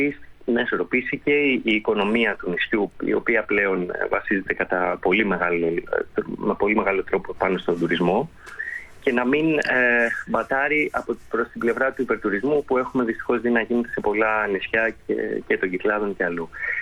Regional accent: Athens, Attica, Greece; γιατί εγώ είμαι Αθηναίος

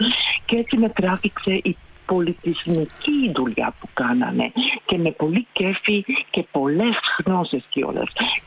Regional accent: Flanders, Belgium; first language Flemish; Greek is a second language; also born or lived in Princeton; now in London, United Kingdom; Από ένα μικρό χωριό στο Βέλγιο ξεκίνησα, στη Φλάνδρα κιόλας, οπότε η μητρική μου γλώσσα είναι τα φλαμαντέζικα που είναι σαν τα Ολλανδικά, αλλά μου αρέσει να μιλάω ελληνικά

